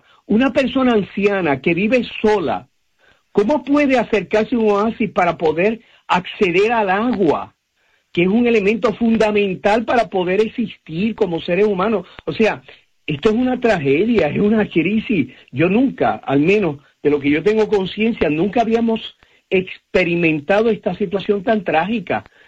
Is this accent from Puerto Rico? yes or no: yes; Puerto Rico